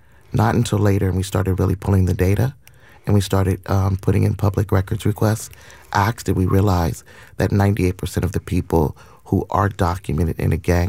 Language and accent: English; San Diego, California, United States; I grew up in Southeast San Diego, went to all the schools there.